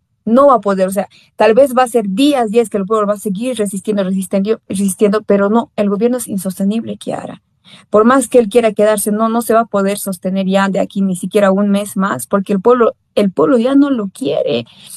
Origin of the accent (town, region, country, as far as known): Bolivia